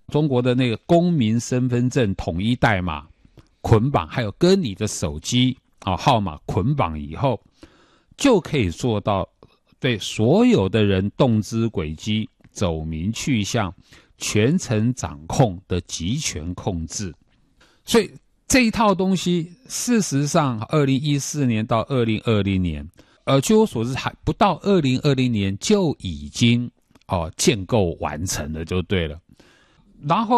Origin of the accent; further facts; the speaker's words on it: Taiwan; 这个也造成我们台湾人很多的困扰